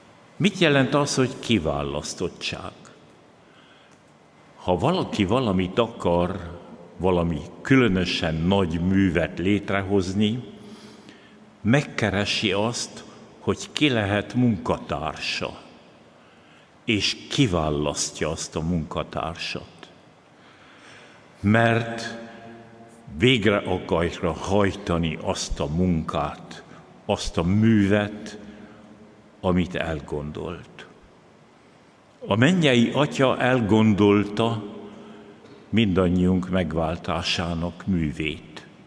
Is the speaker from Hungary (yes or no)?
no; Transylvania, Romania